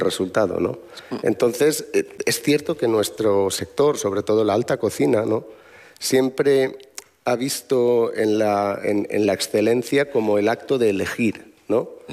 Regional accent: Barx, Valencian Community, Spain; el bar de la piscina de mi pueblo, un pueblo que se llama Barch, muy pequeñito, 1,000 habitantes

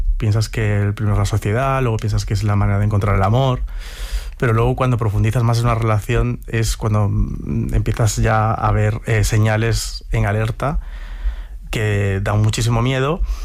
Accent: Ourense, Galicia, Spain; Entonces, a mí me daba miedo Ourense. Me daba miedo esa vuelta a mi ciudad natal, porque había cosas que mi padre y mi madre no sabían.

